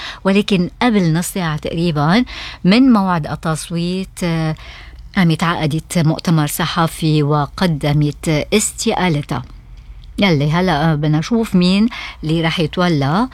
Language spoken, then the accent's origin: Arabic; Lebanon; now in Australia; فترة الحرب الأهلية عنا بلبنان